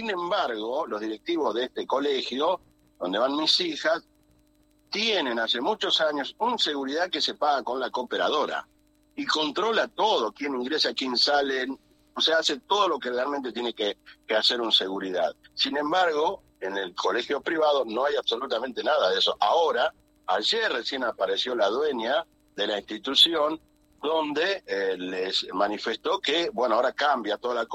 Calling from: Salvador Mazza, Salta, Argentina; soy padre, soy ciudadano de Salvador Massa

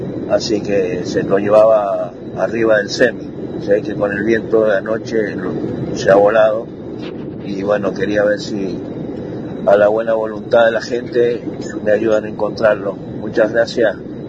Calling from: Malargüe, Mendoza, Argentina; Yo soy de Malargüe

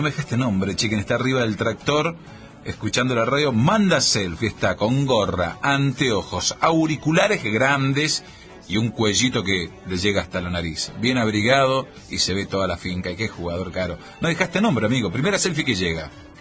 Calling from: Malargüe, Mendoza, Argentina; Soy de Malargo.

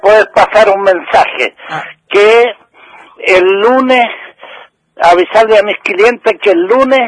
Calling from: Esquel, Chubut, Argentina; De Esquel. Yo soy el locrero de Esquel.

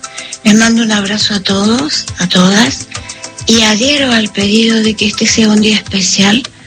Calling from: Córdoba, Argentina; de La Tablada, de Córdoba.

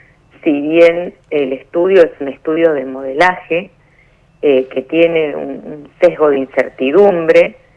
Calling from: Argentina; yo vivo en Los Tilos desde el año 2005, si no me equivoco. Fui la segunda en ir a habitarlo, cuando todavía el barrio no estaba listo

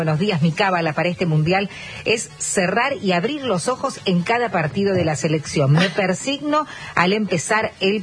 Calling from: San Luis del Palmar, Corrientes, Argentina; de San Luis de Palmar

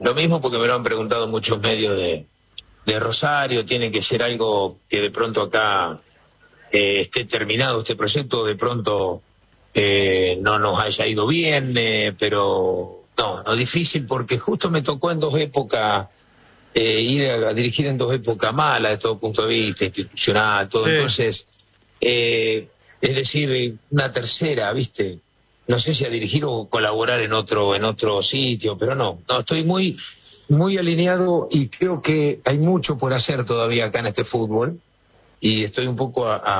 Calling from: Quito, Pichincha, Ecuador; Bueno, yo vivo en Quito, es decir, mi sitio es Quito, Lumbici, pero el equipo es en San

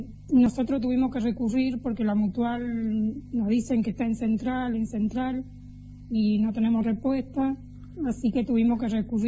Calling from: Cuadro Nacional, Mendoza, Argentina; Sí, yo vivo en Cuadro Negro, pero tengo mi familia en Rama Caída.

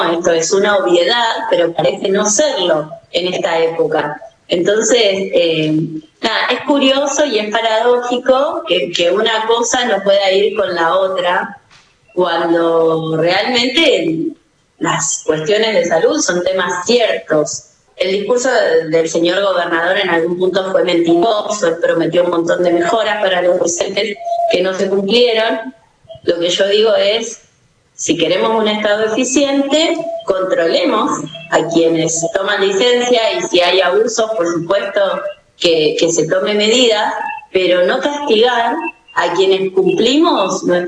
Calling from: Venado Tuerto, Santa Fe, Argentina; yo vivo en Venado Tuerto

